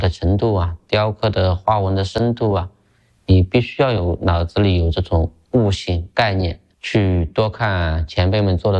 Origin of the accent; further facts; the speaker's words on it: Suzhou, Jiangsu, China; 虽然我是土生土长的苏州人